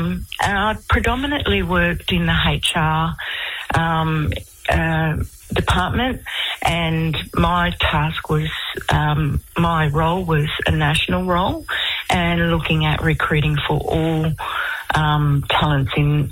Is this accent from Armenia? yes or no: no; Weipa, Queensland, Australia; also born or lived in Old Mapoon; growing up in Weeper in Old Marpoon in Far North Queensland, my childhood was adventurous and it was fun.